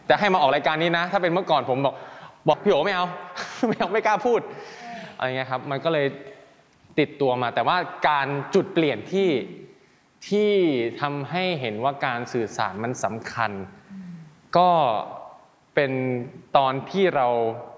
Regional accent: Isan, Thailand; เราเป็นคนอีสานเราก็พูดอีสานไปเลย

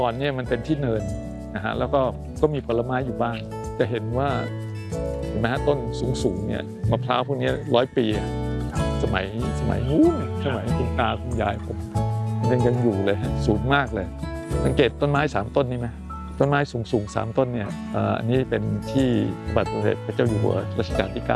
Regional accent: Lang Suan, Chumphon, Thailand; born there

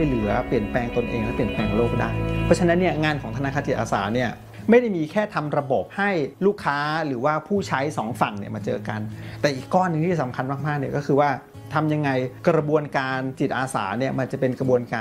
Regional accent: Bangkok, Thailand; born or raised there

